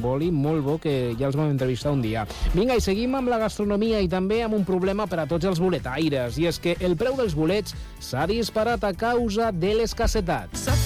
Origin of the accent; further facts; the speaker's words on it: Lleida, Catalonia, Spain; jo com a bon lleidatà